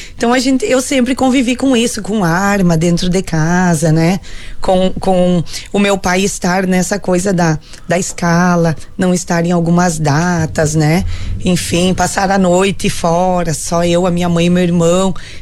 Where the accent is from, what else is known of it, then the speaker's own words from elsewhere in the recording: Santiago, Rio Grande do Sul, Brazil; moved away as an adult; Eu sou natural de Santiago, né? Passei minha infância, adolescência, até aos 25 anos, 26 anos lá, né? Com a minha família, saí um tempo, voltei